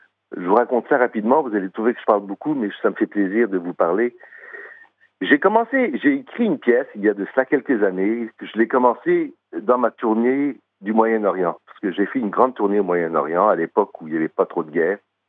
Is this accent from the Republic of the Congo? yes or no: no; Quebec, Canada; Mais écoutez, en tant que Québécois et pianiste, mon devoir, mais mon mandat est d'amener la musique partout.